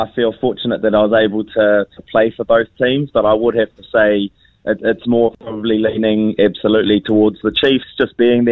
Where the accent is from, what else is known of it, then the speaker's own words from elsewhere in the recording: Manawatū-Whanganui, New Zealand; moved away as an adult; Growing up in the Manawatū, I was a big Hurricanes fan.